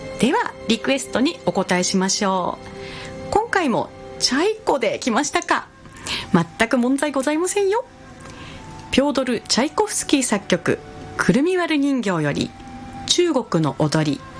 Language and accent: Japanese; Yamanobe, Yamagata, Japan; born there; 私の本当に生まれたところ山野辺町